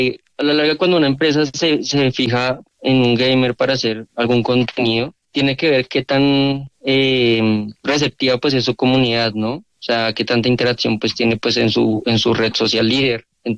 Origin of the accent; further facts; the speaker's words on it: Colombia; aquí siendo colombiano